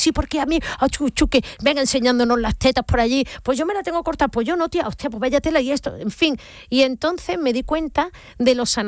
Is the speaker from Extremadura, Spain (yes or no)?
no; Seville, Andalusia, Spain; Sí, yo soy sevillana, sí, sí. Yo nací en la calle Miguel del Cid, ahí en San Lorenzo, sí, más o menos.